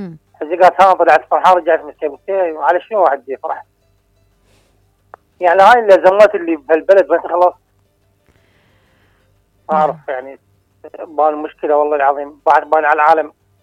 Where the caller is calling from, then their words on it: Iraq; بس أنا كودن عراقي.